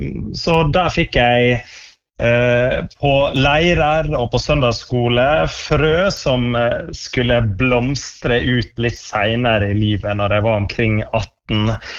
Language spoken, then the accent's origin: Norwegian; Valderøya, Møre og Romsdal, Norway; moved away; Jeg vokste opp på Valderøya, ja, der var det bedehus og kirka